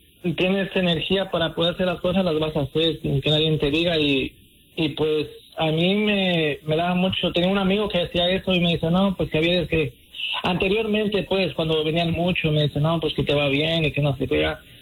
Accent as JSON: {"language": "Spanish", "region": "Puebla", "country": "Mexico", "moved": "as an adult", "lives_now": "El Monte, California, United States", "said": "yo soy de México, bueno … me presento, soy de la ciudad de Puebla, y estoy aquí desde el 2007, un tiempo que llegué para acá"}